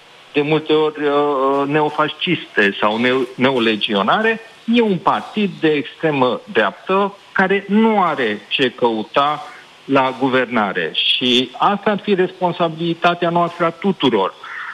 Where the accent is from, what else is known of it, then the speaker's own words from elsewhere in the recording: Satu Mare, Satu Mare County, Romania; eu sunt din Satu Mare